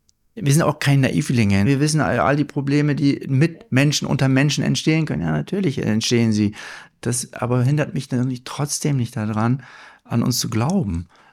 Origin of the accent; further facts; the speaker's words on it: Germany; Ich bin ja aufgewachsen in Deutschland und bin in der Schule in Geschichte sehr mit der deutschen Geschichte konfrontiert worden, was ja persönlich mit mir und mit meiner Herkunft nichts zu tun hatte.